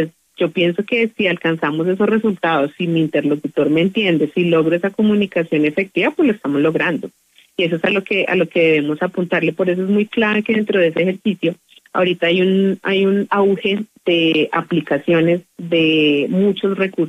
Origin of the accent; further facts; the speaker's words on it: Colombia; nosotros como colombianos vamos a manejar un acento